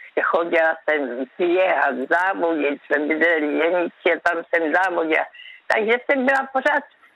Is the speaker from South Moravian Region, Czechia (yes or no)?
yes; Brno, South Moravian Region, Czechia; kde jsem vyrostla v Kamence? To je tam je vrch, tam je kopec v Brně.